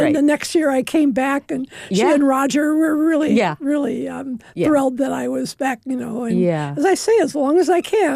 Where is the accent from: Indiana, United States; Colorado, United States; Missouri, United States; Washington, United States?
Indiana, United States; moved away; This is in Indiana. Okay. We're from Indiana.